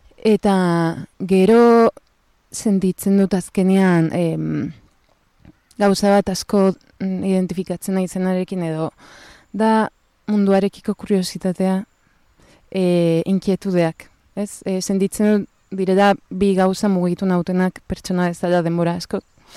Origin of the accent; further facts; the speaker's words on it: Cádiz, Andalusia, Spain; lortu zuten pues establezitzea Andaluzian eta hor jaio ginen gu ni ta nere izpa. Eta Kadizen egon ginen bizitzen